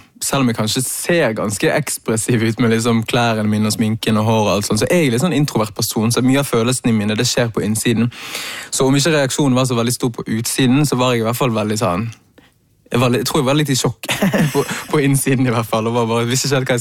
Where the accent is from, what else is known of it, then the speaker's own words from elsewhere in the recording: Bergen, Vestland, Norway; now in Oslo, Norway; Til de som ikke kjenner meg, så er jo jeg først og fremst en bergenser, vaskeekte. ja, født og oppvokst i Bergen, og liksom har bodd i Oslo da, i mange år